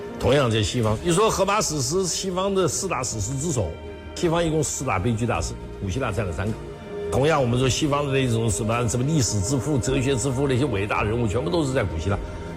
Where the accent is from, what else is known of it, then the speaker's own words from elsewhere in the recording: China; 因为我们中国人自古以来对宗教就没有这么太多的